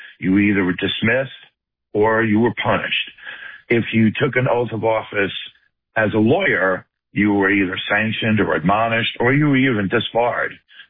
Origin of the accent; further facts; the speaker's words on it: New York, United States; accent: New York; I'm never going to lose my accent.